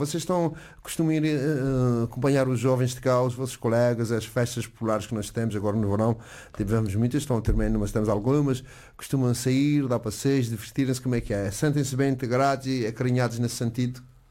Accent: Azores, Portugal

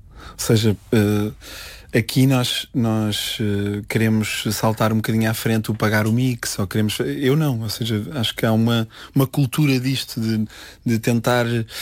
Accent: Coimbra, Centro, Portugal; Sim, sou de Coimbra

